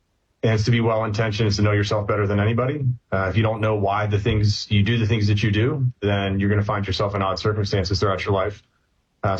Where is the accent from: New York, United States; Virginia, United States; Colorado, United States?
Virginia, United States; Sure, absolutely. I'm only child from Northern Virginia, sir.